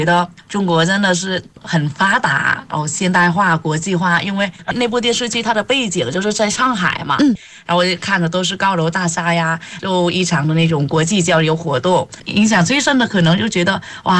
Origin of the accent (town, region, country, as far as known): Vietnam; Chinese is a second language